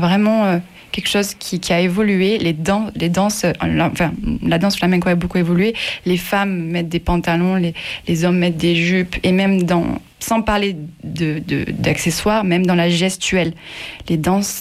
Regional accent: Occitanie, France; moi, je viens du Larzac, je suis aveyronnaise, j'ai aucune origine espagnole ni gitane

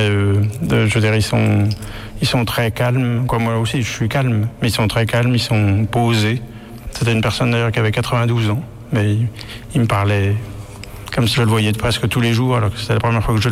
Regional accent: Bourgogne-Franche-Comté, France

